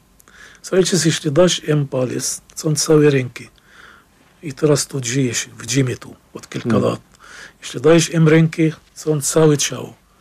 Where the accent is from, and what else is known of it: Lebanon; born or raised there; Polish is a second language; moved away as an adult; now in Norway